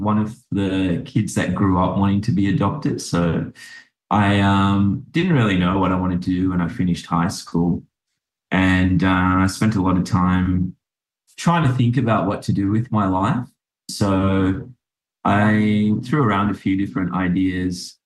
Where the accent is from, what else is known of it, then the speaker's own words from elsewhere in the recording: Sri Lanka; I grew up in Sri Lanka and my mum caught me once smoking a cigarette butt in the backyard when I was like 5 years old.